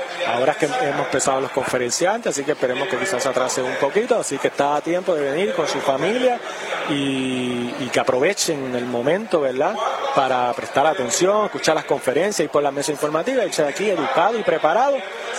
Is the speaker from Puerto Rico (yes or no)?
yes; Aguadilla, Puerto Rico; yo nací en Camaceyes, me crié en Camaceyes, compré terreno en Camaceyes y estoy haciendo mi casa en Camaceyes.